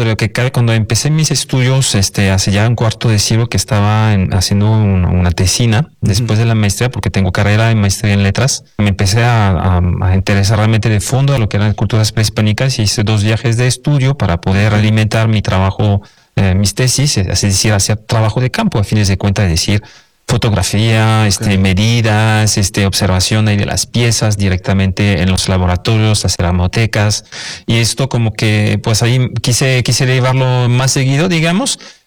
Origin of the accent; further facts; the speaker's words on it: Nuevo León, Mexico; nuestra identidad como regios y personas del noroeste de México